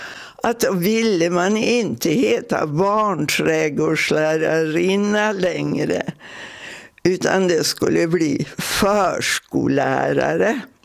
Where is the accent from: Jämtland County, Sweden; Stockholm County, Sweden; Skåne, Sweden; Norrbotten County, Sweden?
Jämtland County, Sweden; now in Pixbo, Sweden; jag är från Jämtland